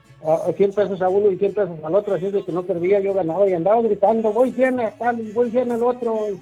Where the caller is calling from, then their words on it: Villa de Cos, Zacatecas, Mexico; aquí de Villa de Cos